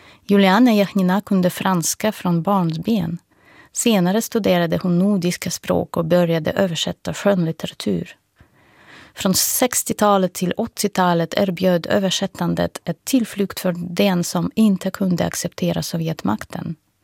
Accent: Russia; moved away; kom det ingen stor och vacker förändring i mitt hemland

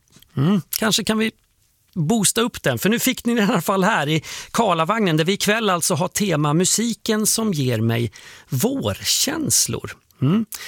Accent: Skövde, Västra Götaland County, Sweden; Ja, jag är från Skövde.

